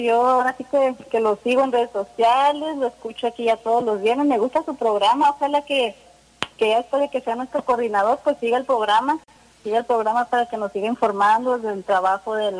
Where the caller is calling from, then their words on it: Tijuana, Baja California, Mexico; No, de aquí de Tijuana.